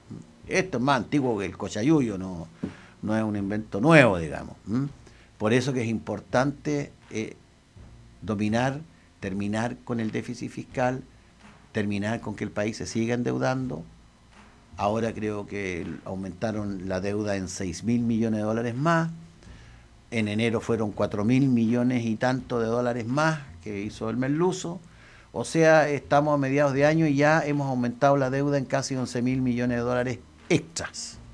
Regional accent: Osorno, Los Lagos, Chile; Para nosotros como osorninos

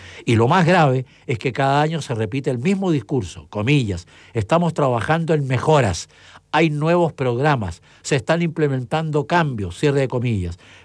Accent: Chillán, Ñuble, Chile; en Chillán, mi tierra, en Ñuble

